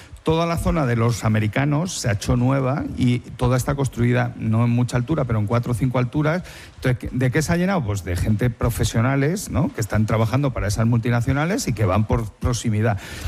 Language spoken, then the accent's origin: Spanish; Madrid, Community of Madrid, Spain; yo he vivido en Fuencarral Pueblo toda la vida, que acababa la ciudad de Madrid, la carretera de Burgos pasaba por en medio del pueblo, aunque era ciudad, seguía siendo pueblo